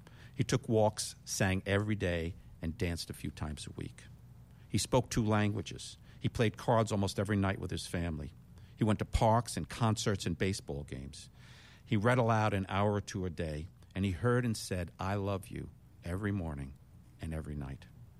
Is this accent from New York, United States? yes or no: yes; New York City, New York, United States; I grew up in New York City.